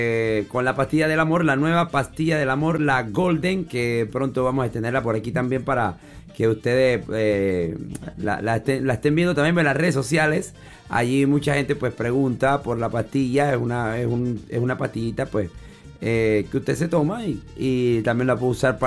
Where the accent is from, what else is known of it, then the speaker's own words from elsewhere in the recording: Monagrillo, Herrera, Panama; En mi pueblo, en Monagrillo